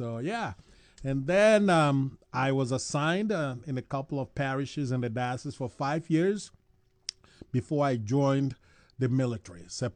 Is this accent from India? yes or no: no; Nigeria; moved away as an adult; now in Idaho, United States; I'm originally from Nigeria in Africa.